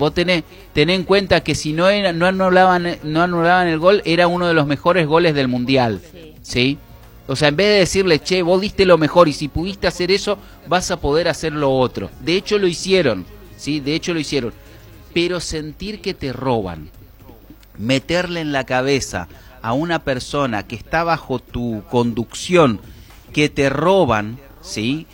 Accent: Argentina; somos argentinos

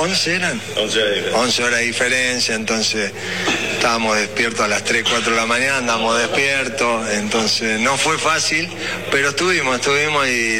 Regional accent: Corral de Bustos, Córdoba, Argentina; also born or lived in Spain / Italy / Mexico; A decir a mí que soy de Corral de Busto.

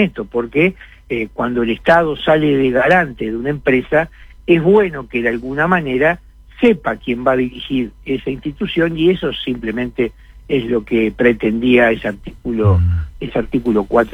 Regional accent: Uruguay; somos todos los uruguayos.

